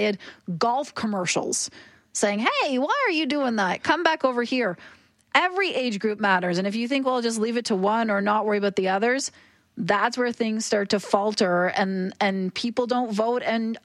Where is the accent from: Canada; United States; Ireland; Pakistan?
Canada; I am a Canadian. My family is spread across this country.